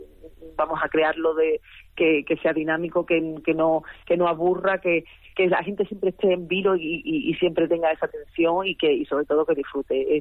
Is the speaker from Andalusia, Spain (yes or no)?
yes; Huelva, Andalusia, Spain; como buena andaluza, como buena choquera